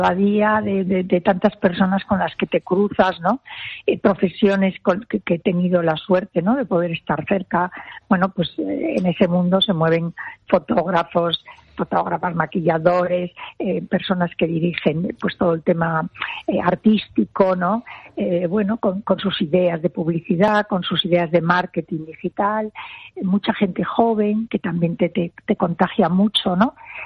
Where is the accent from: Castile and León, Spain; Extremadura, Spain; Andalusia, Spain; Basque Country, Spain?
Castile and León, Spain; León; moved away as an adult; now in Madrid, Spain; yo soy leonesa